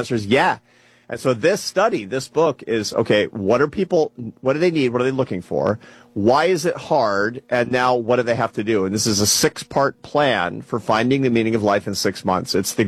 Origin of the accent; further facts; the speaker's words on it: United States; And, of course, I'm an American, so I'm optimistic that we will figure this out.